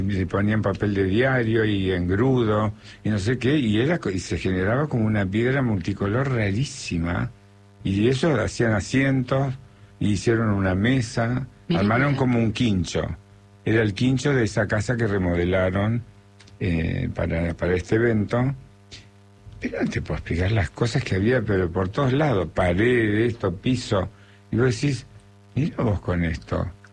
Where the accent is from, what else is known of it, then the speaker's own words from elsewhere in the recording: Santa Fe, Argentina; now in Buenos Aires, Argentina; Va, yo no soy porteño, sí, en Santa Fe. Pero tengo 60 años de acá. Entonces, terminé siendo un porteño